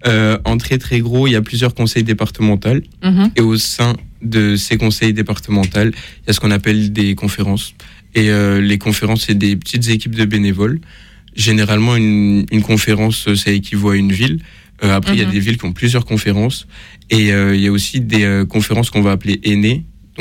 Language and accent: French; Montpellier, Occitanie, France; now in Val-d'Oise, France; parce que j'étais dans une nouvelle ville, parce que de base je viens de Montpellier.